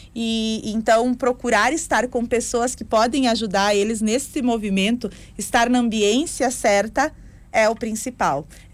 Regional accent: Rio Grande do Sul, Brazil; eu venho do Vale do Taquari

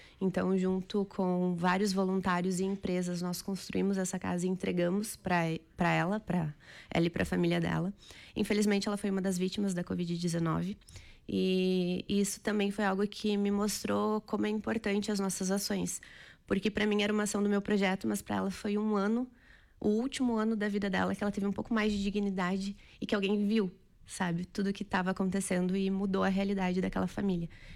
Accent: Brazil

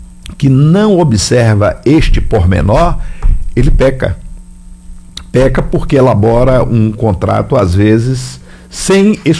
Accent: Rui Barbosa, Bahia, Brazil; now in Salvador, Brazil; Rui Barbosa, minha cidade natal

